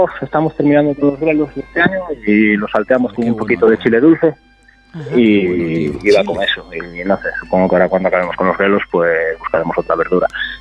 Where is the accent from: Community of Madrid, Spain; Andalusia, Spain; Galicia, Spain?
Galicia, Spain; Chantada; Sí, yo nací en Chantada de toda la vida.